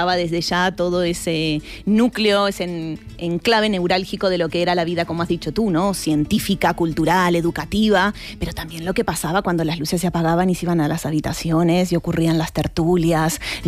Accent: Argentina; Yo como argentina también puedo destacar el Hotel Castelar

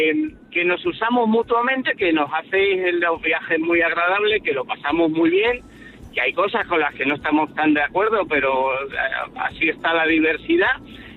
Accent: Málaga, Andalusia, Spain; now in Madrid, Spain; vamos desde Madrid a mi tierra natal, que soy de Málaga, pero vamos a Torre del Mar.

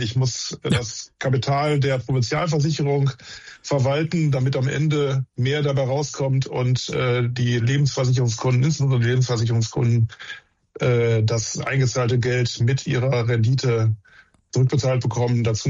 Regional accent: Wesel, North Rhine-Westphalia, Germany; moved away as an adult; also born or lived in Hamm; now in Münster, Germany; Geboren bin ich in Hamm-Westfalen, gar nicht so weit weg von hier, aber aufgewachsen in Wesel am Niederrhein

